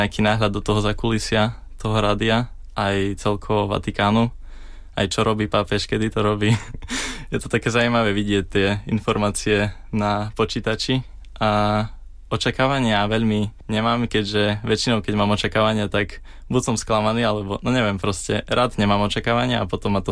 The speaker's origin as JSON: {"language": "Slovak", "town": "Michalovce", "region": "Košice Region", "country": "Slovakia", "moved": "as an adult", "lives_now": "Košice, Slovakia", "said": "Pochádzam z Michaloviec, študujem v Košiciach aktuálne, mám 20 rokov, 21 teda, teraz som mal v júni, ešte som si nezvykol hovoriť o tom veku, takže 21"}